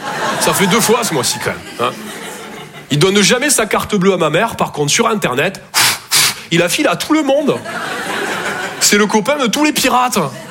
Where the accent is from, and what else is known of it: Toulouse, Occitanie, France